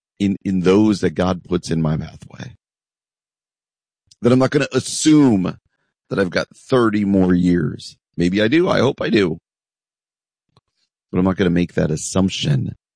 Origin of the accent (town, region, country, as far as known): New York, United States; born or raised there